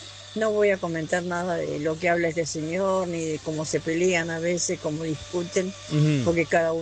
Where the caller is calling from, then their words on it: Cachari, Buenos Aires Province, Argentina; de Cachari.